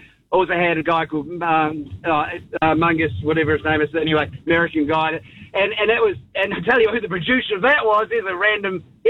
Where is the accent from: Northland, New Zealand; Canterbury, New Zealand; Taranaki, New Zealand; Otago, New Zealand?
Otago, New Zealand; Queenstown; And look, having, you know, I'm from Queenstown, and knowing that, you know, yes, he lived in Speargrass Flat.